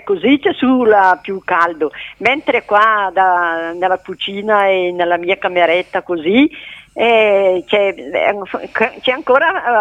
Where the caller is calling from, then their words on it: Vienno, Lombardy, Italy; di Vienno.